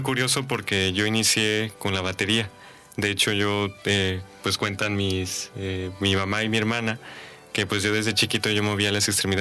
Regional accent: Mexico; como mexicanos no sepamos lo que tenemos

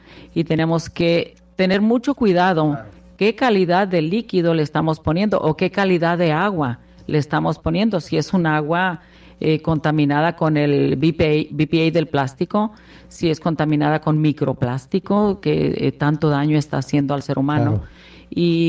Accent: Colima, Mexico; Yo soy de Colima

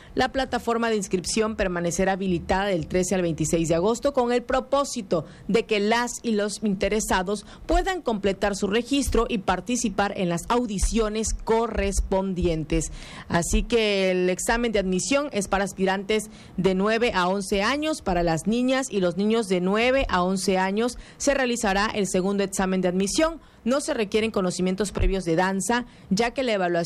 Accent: Tabasco, Mexico; es parte esencial de lo que somos como tabasqueños.

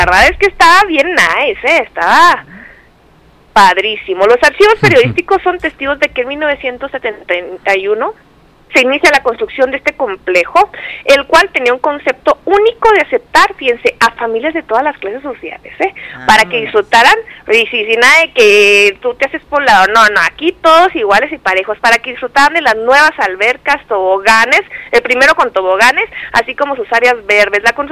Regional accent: Chihuahua, Mexico; pues quienes crecimos en Chihuahua, a ver, ¿qué balneario se acuerdan o han ido de ahí de la ciudad?

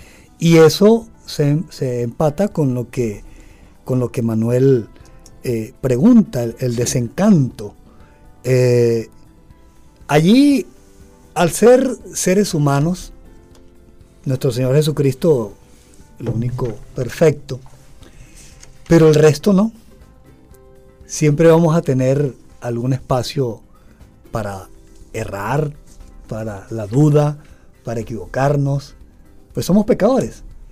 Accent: Venezuela; y hablo de Venezuela

